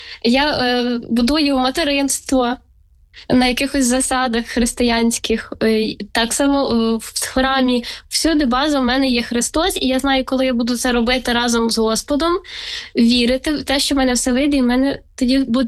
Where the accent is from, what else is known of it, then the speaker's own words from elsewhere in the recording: Khmelnytskyi Oblast, Ukraine; я з Хмельниччини родом